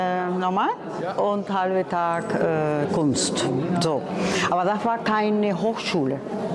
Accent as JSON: {"language": "German", "country": "Cuba", "tie": "born or raised there", "said": "Also in Kuba war ich in einer Schule, in einer normalen Schule, sagen wir mal in dem gemischt mit normalem Unterricht"}